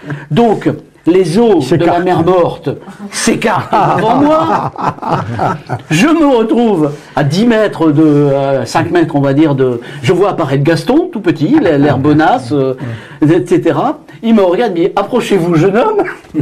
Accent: Hauts-de-France, France; born or raised there

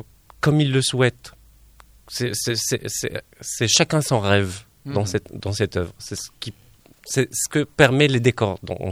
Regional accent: Morocco; first language Arabic; French is a second language; né marocain.

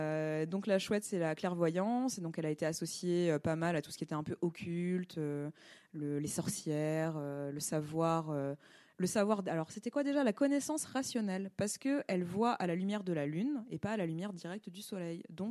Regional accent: France; On est Français, on est sympa.

